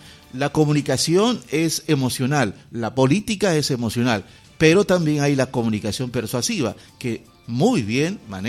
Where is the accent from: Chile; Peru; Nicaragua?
Peru; San Martín; nosotros somos de San Martín